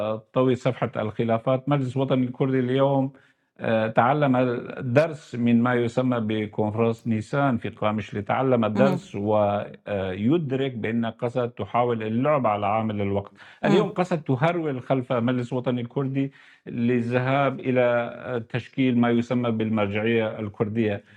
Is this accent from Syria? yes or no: yes; Syria; أنا كشخص كردي سوري مع سلم الأهلي والتعايش المشترك